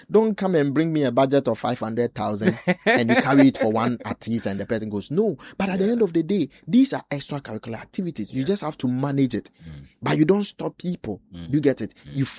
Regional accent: Dadiase, Ashanti, Ghana; born there; I think I was born in the Ashanti region, specifically Dadiase. Which is in Mampong Nsuta. Yeah. So those of you know Mampong Bonkrum Nsuta. Yeah, that was where I was born.

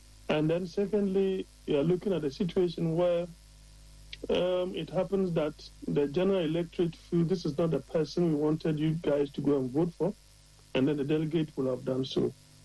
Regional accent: Ghana; I'm a Ghanaian

